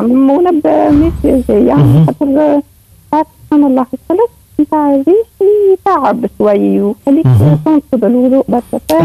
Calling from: El Kef, Kef Governorate, Tunisia

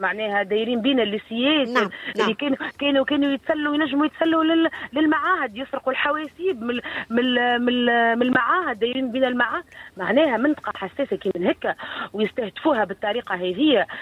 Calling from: Tunisia; احنا من اول الدهر احنا نحكيه باسم حومتنا وباسم الحوم اللي في تونس كاملة.

